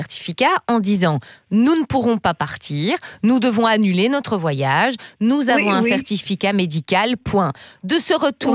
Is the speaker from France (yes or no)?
no; Gerpinnes, Wallonia, Belgium; Et moi, j'ai grandi à Gerpine, donc on est presque voisines.